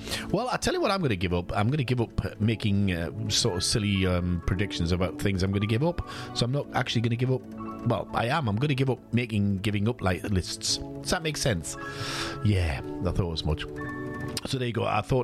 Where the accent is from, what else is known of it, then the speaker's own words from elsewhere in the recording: South Shields, North East England, United Kingdom; I am from South Shields. I am a sand dancer. I am proud of the fact that I'm a sand dancer.